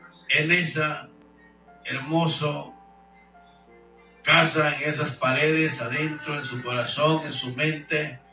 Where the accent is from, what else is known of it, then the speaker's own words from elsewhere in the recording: Guatemala; now in Houston, United States; Guatemala, mi tierra natal, el predicador presente … nacido en Guatemala, viviendo aquí en Estados Unidos.